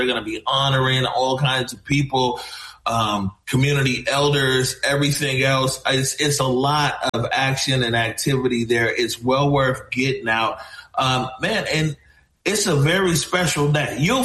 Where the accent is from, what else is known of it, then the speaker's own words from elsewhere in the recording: Seattle, Washington, United States; I grew up in the Central District of Seattle. And we'd walk down Jackson. I grew up on 23rd and Jackson.